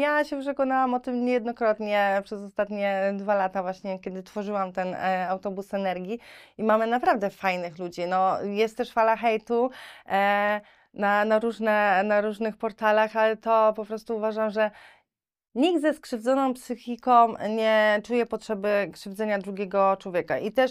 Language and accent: Polish; Włocławek, Kuyavian-Pomeranian Voivodeship, Poland; Jak byłam na studiach, czy miałam praktyki, no to byłam w różnych miejscach u nas w Włocławku